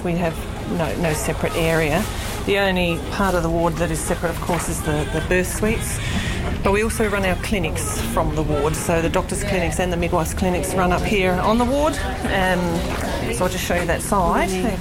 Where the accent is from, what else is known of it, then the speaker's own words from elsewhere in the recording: Mount Gambier, South Australia, Australia; I'm from Mount Gambier, so there is a nursing not a nursing home, more of a retirement village where they have craft groups, and my mother has friends in there